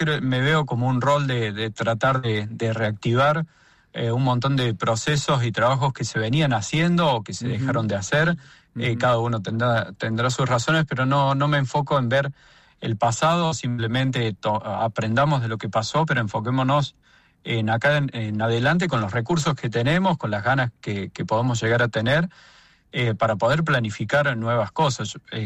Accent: Córdoba, Argentina; moved away as an adult; now in Chubut, Argentina; Yo soy de Córdoba Capital

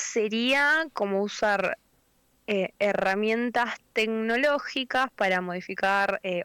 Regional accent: Caleta Olivia, Santa Cruz, Argentina; moved away as an adult; also born or lived in La Plata; now in Cologne, Germany; Yo soy de Caleta Olivia, estudié en el Instituto Adventista y de ahí terminé la escuela y me fui a estudiar a la Universidad Nacional de La Plata.

